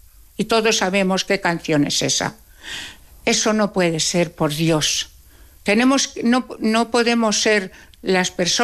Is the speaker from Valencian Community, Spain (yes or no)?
no; La Puebla de Almoradiel, Castilla-La Mancha, Spain; born there; venir a la Puebla, donde yo tengo una casa Yo nací en la Puebla de Almoradiel.